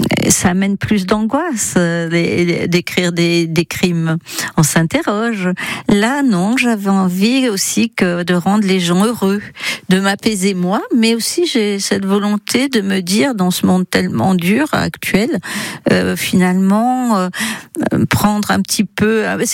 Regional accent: France; moved away; Moi, je suis originaire de la Loire, mais j'ai épousé un Bourguignon

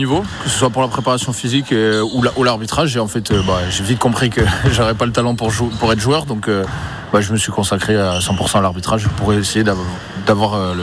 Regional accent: Pau, Nouvelle-Aquitaine, France; Moi, je viens de Pau, de la banlieue de Pau, à Lutbern

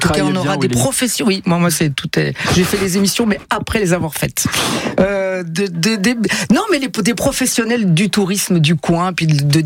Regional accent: Southern Italy, Italy; moi, je suis italien, du sud, donc nous on est très méditerranée, tout ça.

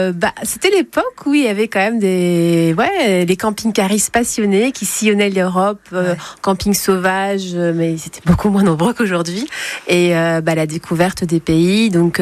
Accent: Nantes, Pays de la Loire, France; born there; je suis bretonne de Nantes. Je suis née à Nantes. Mmh. J'ai une grand-mère qui est vantaise, mais j'ai toujours été élevée dans l'idée que j'étais bretonne.

